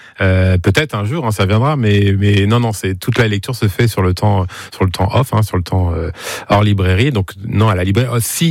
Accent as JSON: {"language": "French", "town": "Nuillé-sur-Vicoin", "region": "Pays de la Loire", "country": "France", "tie": "born or raised there", "moved": "as an adult", "lives_now": "Laval, France", "said": "Moi, je suis originaire de Nuillé-sur-Vicoin."}